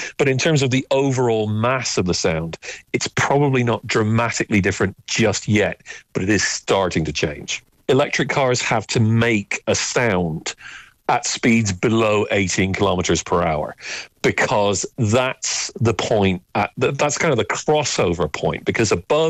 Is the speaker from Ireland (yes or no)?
yes; Munster, Ireland; this is kind of pointing out how old I am, but growing up in West Cork as a kid